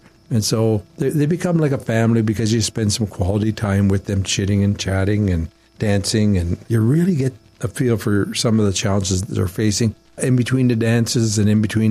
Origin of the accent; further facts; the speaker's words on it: Sheshegwaning First Nation, Ontario, Canada; I'm Odawa. I come from Shishiguaning First Nation.